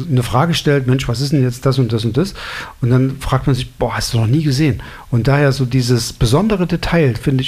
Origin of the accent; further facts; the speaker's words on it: Altenburg, Thuringia, Germany; Mir geht es ja selber so, wenn ich jetzt durch meine Heimatstadt Altenburg laufe oder hier auch durch Leipzig oder durch Markkleeberg, man kriegt ja gar nicht alles mit.